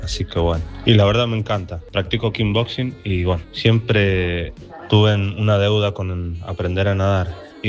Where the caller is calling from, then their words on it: San Juan, Argentina; de San Juan.